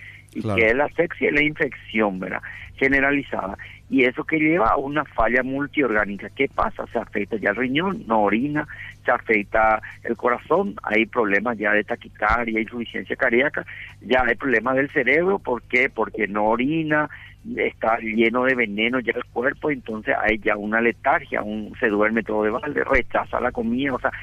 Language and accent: Spanish; Paraguay; nos mantiene vivos como paraguayos